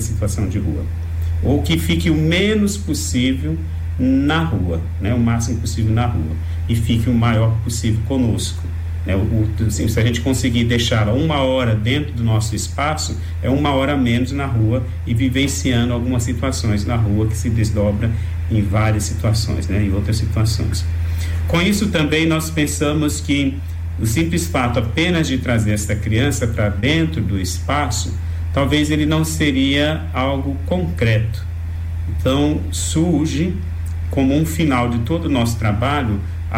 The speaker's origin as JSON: {"language": "Portuguese", "region": "São Paulo", "country": "Brazil", "said": "Eu sou de São Paulo, tem hora que eu falo o sinal, o semáforo, né?"}